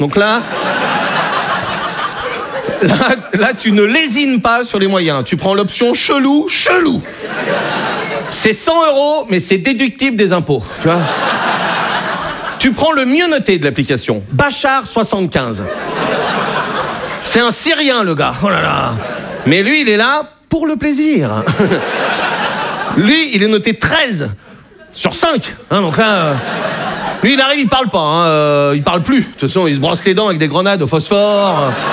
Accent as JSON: {"language": "French", "region": "Brittany", "country": "France", "said": "Mais ça, cette ambiance, c'est parce que je suis breton."}